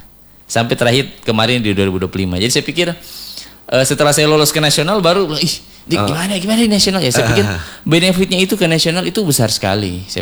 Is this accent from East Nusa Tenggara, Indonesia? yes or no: no; Manado, North Sulawesi, Indonesia; Sebenarnya bilang ngelogatnya ini udah campur aduk karena kan kita Manado kan, artinya basic kita kan Manado.